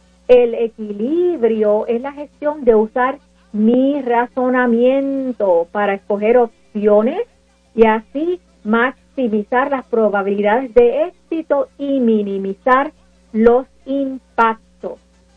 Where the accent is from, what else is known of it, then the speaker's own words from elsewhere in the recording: Puerto Rico; Yo en mi diario vivir, mi comida, hay elementos de donde yo soy, Puerto Rico.